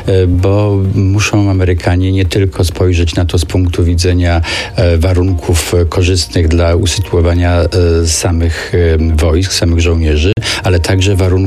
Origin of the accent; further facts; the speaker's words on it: West Pomeranian Voivodeship, Poland